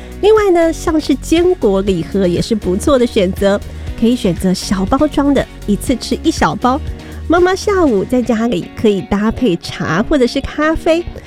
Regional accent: Keelung, Taiwan; 我家乡基隆

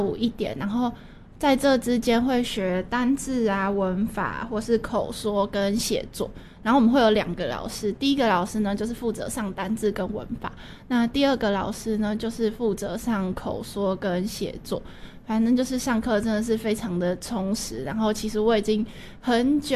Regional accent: Taiwan; accent: Taiwanese; 不是有些人讲英文会有一些就是台湾口音嘛，就是我也会，然后就是我也是那种讲韩文会有台湾口音的

